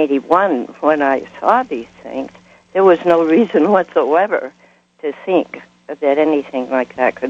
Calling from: Kansas, United States; from Northern Kansas.

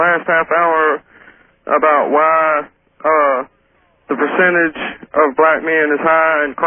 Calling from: Baton Rouge, Louisiana, United States; Hello, Baton Rouge, Louisiana.

